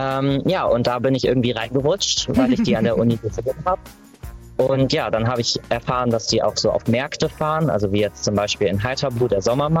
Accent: Bremen, Germany; moved away as an adult; now in Oldenburg, Germany; Also eigentlich komme ich ursprünglich aus Bremen-Nord.

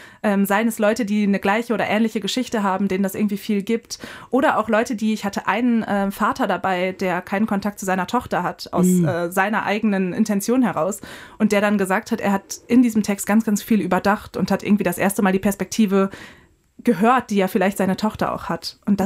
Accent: Achim, Lower Saxony, Germany; Aber ich bin auf dem Land in Baden groß geworden, also ein Vorort von Achim, zusammen mit meiner Schwester.

